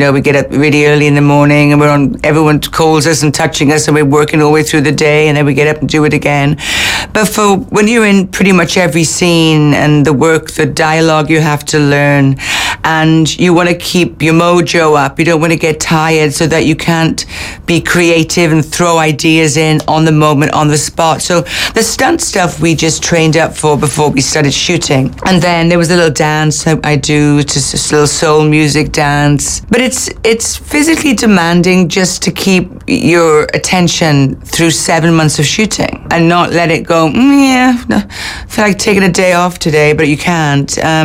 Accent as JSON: {"language": "English", "region": "Wales", "country": "United Kingdom", "said": "I was taught to drive this side of the road, and I come from Wales, so I do windy roads."}